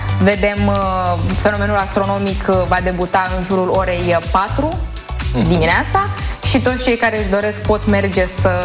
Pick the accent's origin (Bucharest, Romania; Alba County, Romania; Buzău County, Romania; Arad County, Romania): Buzău County, Romania; Buzău; Știți foarte bine că eu deja sunt din Buzău.